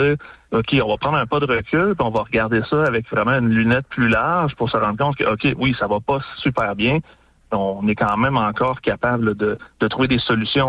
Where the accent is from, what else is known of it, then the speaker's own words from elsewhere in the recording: Quebec, Canada; now in Rouyn-Noranda, Canada; nous en tant que Québécois